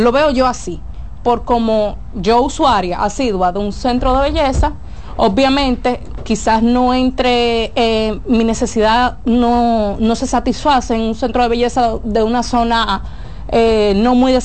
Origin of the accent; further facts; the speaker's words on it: San Cristóbal, Dominican Republic; moved away; yo vengo de San Cristóbal